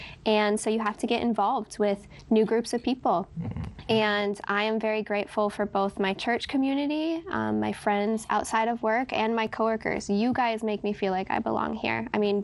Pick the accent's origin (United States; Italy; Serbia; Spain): United States; Wisconsin; moved away as an adult; now in Maryland, United States; I moved away from my home. I grew up in Wisconsin, and last summer I moved out here to Maryland